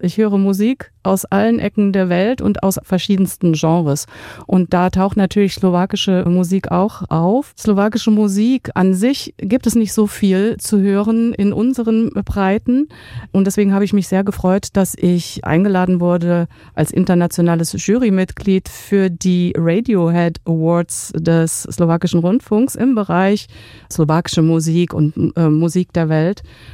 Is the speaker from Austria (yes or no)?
no; Germany; born there; Ich komme eigentlich aus der DDR, also da bin ich geboren